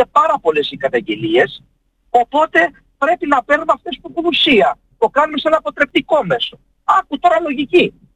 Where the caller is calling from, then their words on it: Western Greece, Greece; από την Ηλία.